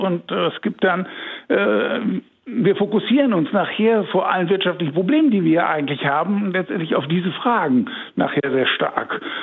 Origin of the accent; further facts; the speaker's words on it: West Germany, Germany; ich bin Bundesbürger, ich bin am Westen aufgewachsen, aber ich habe weitläufig Verwandte in der DDR gehabt und ich war sehr oft auch in der DDR.